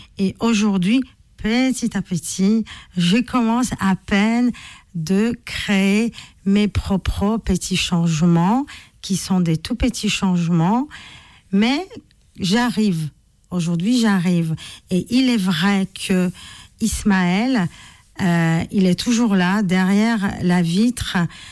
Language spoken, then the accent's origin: French; Poland; first language Polish; French is a second language; Et je dirais même « Dziękuję bardzo ». Donc c'est ma langue natale.